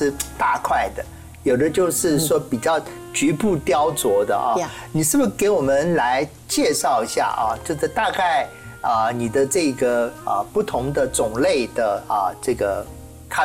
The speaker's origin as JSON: {"language": "Chinese", "country": "Taiwan", "said": "我们台湾人比较喝茶喝的比较多，"}